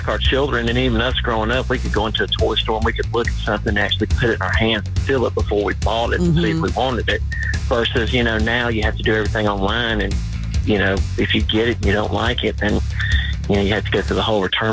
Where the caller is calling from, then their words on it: Hampton, Georgia, United States; Hey, I'm calling from Hampton, Georgia.